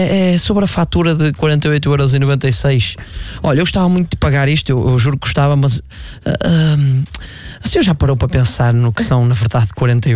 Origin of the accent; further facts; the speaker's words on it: Vila Nova de Famalicão, Braga, Portugal; born there; De onde é que eu venho? Dizem-me que eu nasci em Famalicão, mas eu não me lembro, não é?